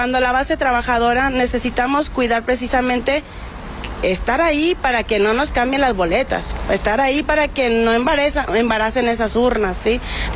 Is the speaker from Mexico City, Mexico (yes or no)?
no; Torreón, Coahuila, Mexico; yo soy de Torreón, Coahuila, y decidí quedarme todavía